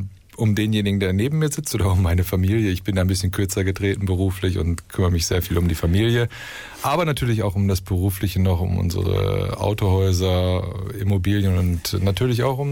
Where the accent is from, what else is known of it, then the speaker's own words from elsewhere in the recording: Porta Westfalica, North Rhine-Westphalia, Germany; ich bin gebürtig aus Porta Westfalica Felder